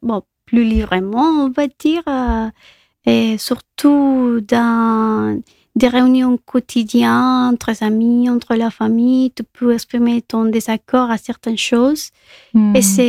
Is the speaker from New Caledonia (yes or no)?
no; Colombia; French is a second language; now in France; Et aussi, je trouve, en fait, et les Colombiens, si je, comme je suis de la Colombie, on prend l'humour, ici, on l'appelle le premier degré, un peu littéral.